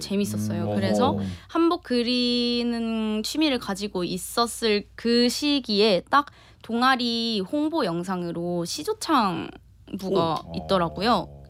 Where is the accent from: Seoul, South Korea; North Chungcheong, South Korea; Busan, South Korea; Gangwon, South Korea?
Busan, South Korea; 제가 본가가 부산이에요.